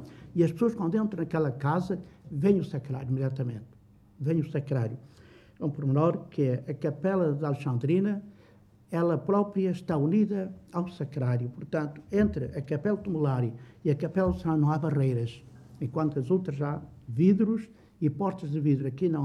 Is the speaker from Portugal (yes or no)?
yes; Aveiro, Centro, Portugal; sou de Aveiro, sou de Bugado